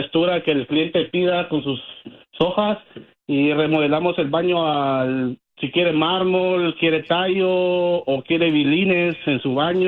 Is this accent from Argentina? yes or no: no; Guatemala; now in United States; De Guatemala, cuerpo. Viejón.